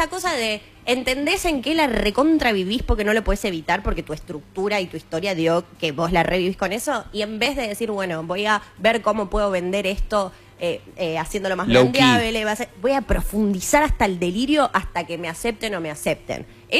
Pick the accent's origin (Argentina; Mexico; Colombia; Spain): Argentina; San Miguel, Buenos Aires Province; born there; Nací en San Miguel, así que no